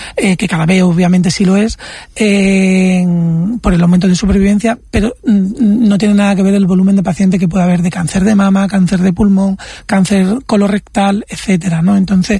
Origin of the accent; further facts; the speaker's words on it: Extremadura, Spain; also born or lived in Córdoba; now in Málaga, Spain; Bueno, yo soy extremeño, realmente.